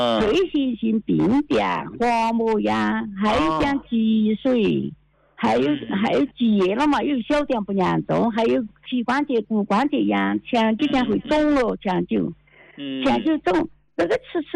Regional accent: Kunming, Yunnan, China; 我介绍一下，我是昆明的一个81岁的老太太

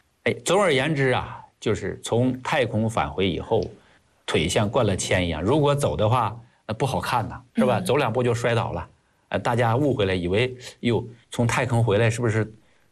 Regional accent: China; 我们国家

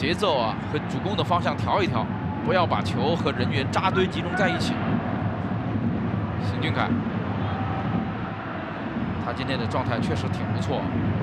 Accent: Hunan, China; 我们湖南人

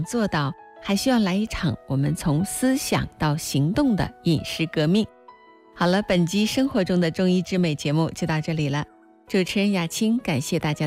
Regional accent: China; 我们中国人

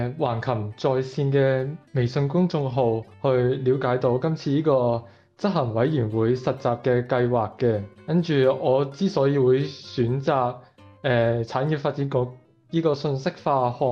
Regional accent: Macau; moved away as an adult; now in Wuhan, China; 我来自澳门，而家在武汉大学就读的，是计算机学院软件工程专业的学生，今年是大三，

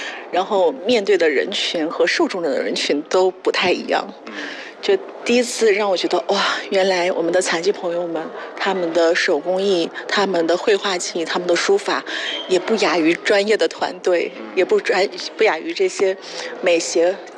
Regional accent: Harbin, Heilongjiang, China; now in Guangxi, China; 我是哈尔滨的。

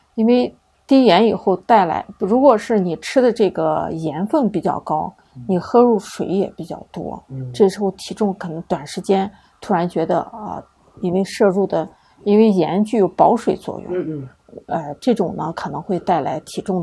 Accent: Xinjiang, China

